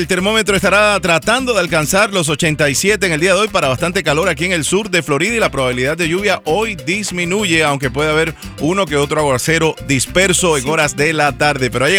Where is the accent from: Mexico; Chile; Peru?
Mexico; lo que somos los mexicanos